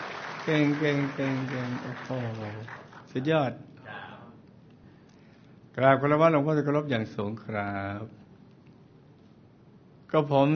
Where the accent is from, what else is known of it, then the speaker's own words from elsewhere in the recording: Bangkok, Thailand; now in Yasothon, Thailand; โยมพ่อผมเนี่ยเป็นคนจังหวัดนครปฐมแต่พาตัวผมมาเกิดที่กรุงเทพ